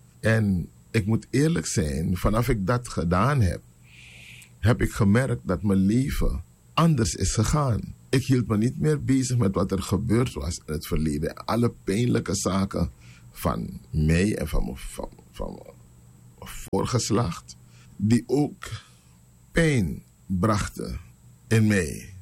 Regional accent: Suriname; born there; Wij zijn in Suriname geboren. En onze voorvoorouders ook. Maar onze voorouders, die zijn naar Suriname gebracht.

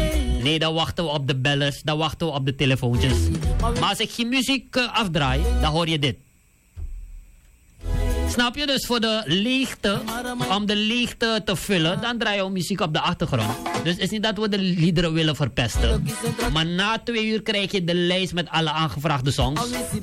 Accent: Suriname; we zijn Surinamers.

